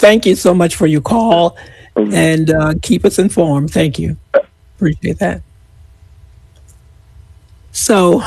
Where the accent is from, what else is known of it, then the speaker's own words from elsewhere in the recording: New York, United States; moved away; I hail from New York